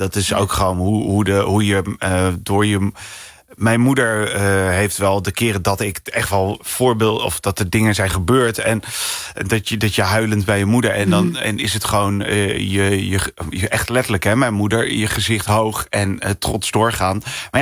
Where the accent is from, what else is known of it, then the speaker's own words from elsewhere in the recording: Rotterdam, South Holland, Netherlands; Ja, ik ben een Rotterdammer.